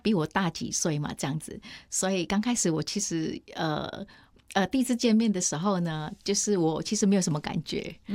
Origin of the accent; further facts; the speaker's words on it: Indonesia; Chinese is a second language; moved away as an adult; now in Taiwan; 到台湾，对，是整个一个政治动荡当中的一个情况下、对，离开我的家乡对印尼